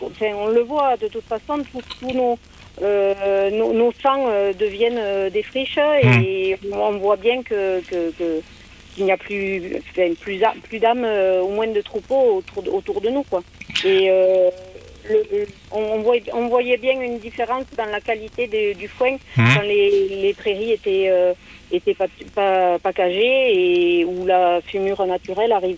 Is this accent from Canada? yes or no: no; Occitanie, France; moved away as an adult; now in Estampures, France; Je suis originaire du Gers, juste à côté de Mielan, à la Gamazous. Et je me suis installée en tant qu'agricultrice sur un élevage de lapins à Estampure.